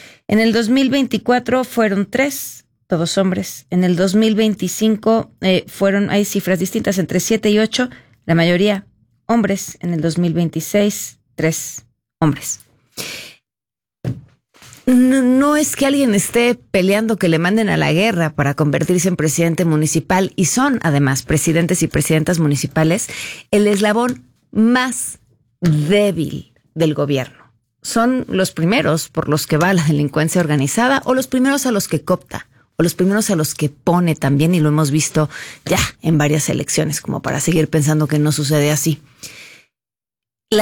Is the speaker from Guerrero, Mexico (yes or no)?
no; Mexico City, Mexico